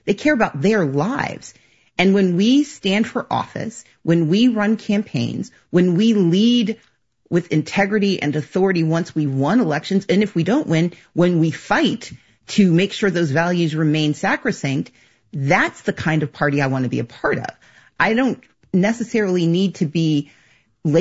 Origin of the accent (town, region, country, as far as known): Mississippi, United States; born or raised there; also born or lived in Georgia